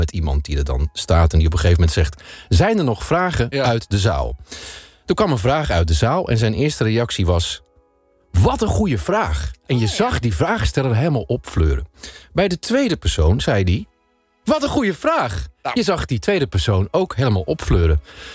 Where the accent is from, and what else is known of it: Netherlands